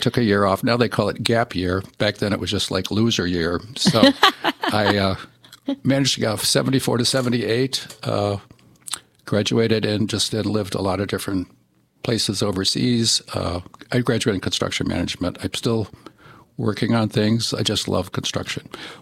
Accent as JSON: {"language": "English", "town": "Frankfort", "region": "Michigan", "country": "United States", "tie": "born or raised there", "also_born_or_lived": "Kansas", "said": "I went to Frankfort grade school, Frankfort High School"}